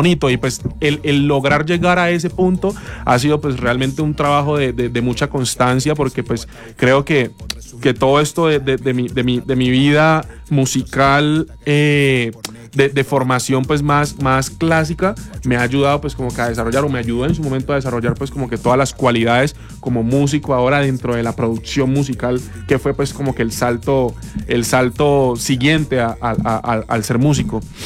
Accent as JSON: {"language": "Spanish", "town": "Quibdó", "region": "Chocó", "country": "Colombia", "tie": "born or raised there", "said": "yo soy del departamento del Chocó, yo nací sí. en el Chocó, nací en Quibdó, en la capital del Chocó"}